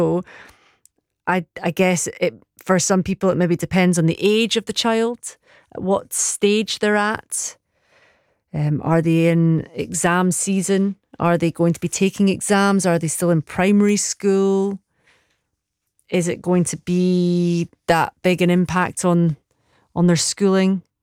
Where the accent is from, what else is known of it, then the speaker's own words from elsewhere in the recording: Edinburgh, Scotland, United Kingdom; I'm from Edinburgh.